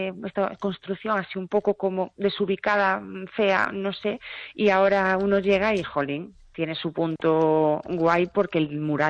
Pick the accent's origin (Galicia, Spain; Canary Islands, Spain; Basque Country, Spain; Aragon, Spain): Galicia, Spain; Lugo; somos aquí de Lugo y demás, pues bueno, al final pues uno se va aquí, que queda relativamente cerca